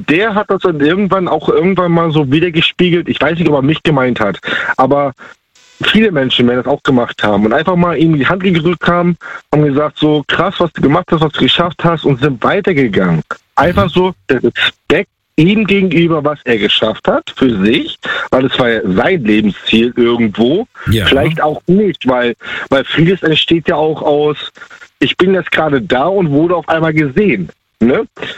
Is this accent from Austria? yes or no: no; Baltic coast, Germany; Ich bin ursprünglich aus der Ostsee, da oben die Ecke, ne?